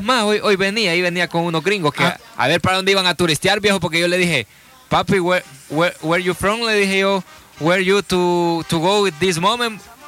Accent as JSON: {"language": "Spanish", "region": "Santa Ana", "country": "El Salvador", "tie": "born or raised there", "moved": "yes", "said": "hasta Santa Ana, hasta mi tierra."}